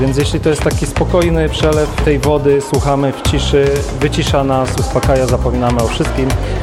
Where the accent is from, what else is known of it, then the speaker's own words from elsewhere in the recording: Będzin, Silesian Voivodeship, Poland; z Będzina.